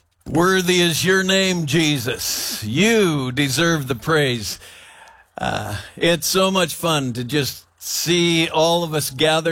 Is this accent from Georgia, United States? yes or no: no; Oregon, United States; And I was born in Emmanuel Hospital, and I'm an Oregonian, and I love the beauty that we get to live in. And I grew up in the Willamette Valley